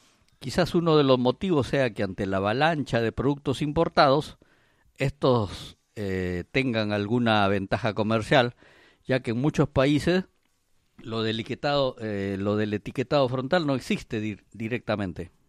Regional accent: Peru; Nosotros somos peruanos, nos gusta la comida fuerte, bien picante, condimentada, sí.

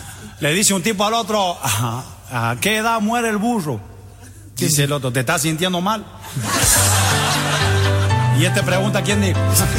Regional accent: Cuba; profesor de salsa y baile y todo lo que sea. Soy cubano.

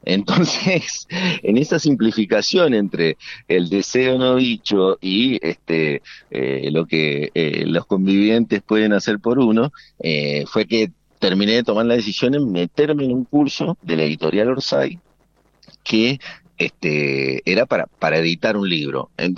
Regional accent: Mendoza, Argentina; Creo que soy el único mendocino, o al menos me habría enterado antes que hay otro mendocino en la camada de escritores que vamos a salir ahora.

